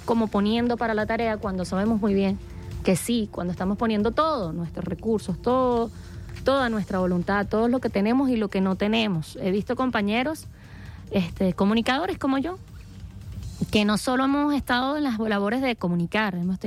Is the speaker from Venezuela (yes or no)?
yes; Venezuela; lo que verdaderamente somos los venezolanos y las venezolanas, de nuestra identidad